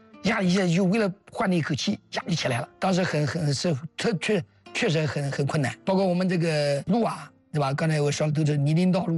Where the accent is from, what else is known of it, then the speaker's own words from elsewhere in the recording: Anhui, China; 我们安徽人是真的实在